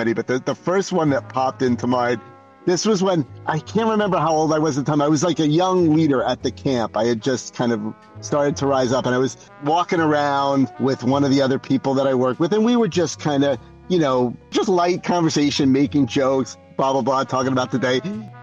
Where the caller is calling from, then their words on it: Millington, New Jersey, United States; I am in Millington, New Jersey, where I live with my lovely wife, Vanessa.